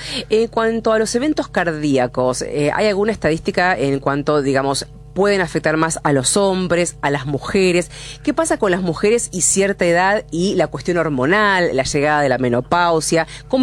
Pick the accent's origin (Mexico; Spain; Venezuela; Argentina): Argentina; ¿cómo somos los argentinos con respecto a esto